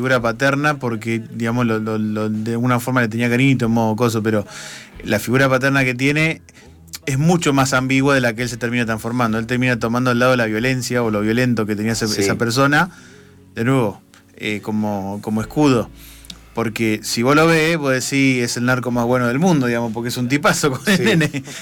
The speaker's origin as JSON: {"language": "Spanish", "country": "Argentina", "said": "nosotros como argentinos"}